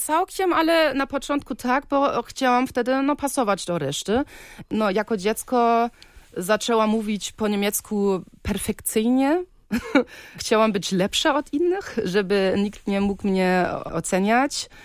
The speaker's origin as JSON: {"language": "Polish", "country": "Germany", "tie": "born there", "second_language": "Polish"}